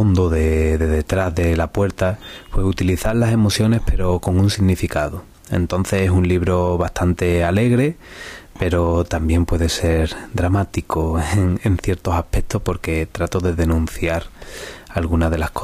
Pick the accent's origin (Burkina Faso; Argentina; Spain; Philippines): Spain; Málaga, Andalusia; antes de venir aquí a Mallorca, como dije, soy de Málaga, lo he presentado ya por varios pueblos de Andalucía.